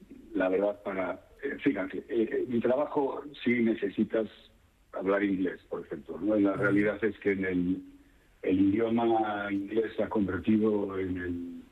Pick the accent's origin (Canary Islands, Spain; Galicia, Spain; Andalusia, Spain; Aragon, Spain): Galicia, Spain; Yo soy gallego 100%, ¿sabes?